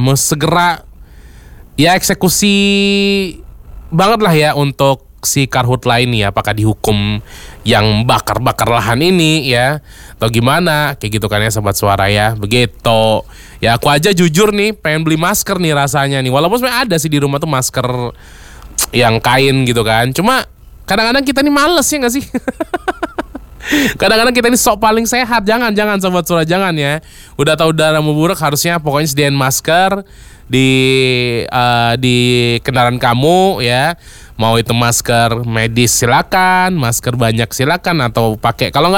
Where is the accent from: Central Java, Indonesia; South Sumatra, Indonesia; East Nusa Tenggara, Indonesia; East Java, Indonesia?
South Sumatra, Indonesia; Palembang; kita-kita sebagai warga Palembang